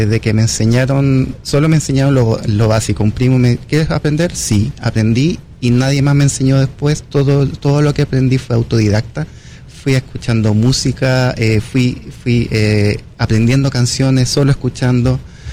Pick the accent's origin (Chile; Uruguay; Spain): Chile; Santiago, Santiago Metropolitan Region; Estuve en varias comunas, digamos, pero sí, o sea, Santiago es una ciudad grande.